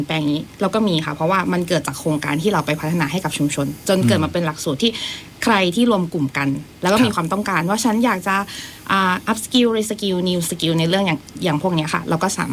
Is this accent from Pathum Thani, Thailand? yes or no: yes; Pathum Thani, Thailand; now in Nan, Thailand; อยู่ปทุมธานี